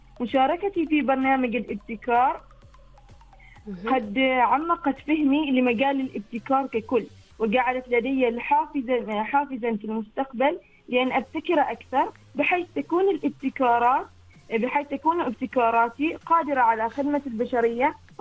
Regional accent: Oman; نحن أبناء عمان، وبلدنا تستحق أن نرفع رايتها فوق هامات السحاب

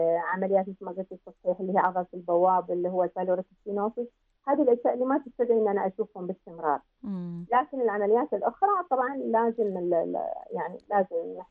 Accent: Oman; احنا كمجتمع عماني ما زلنا يعني مجتمع ناضج صغير يعتبر

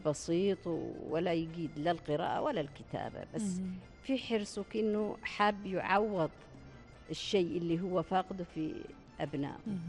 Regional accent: Salalah, Dhofar, Oman; also born or lived in Wadi Nahiz; مثل ما ذكرت لكم أنا من مواليد وادي نحيز، ونزحت أسرتي إلى صلالة.

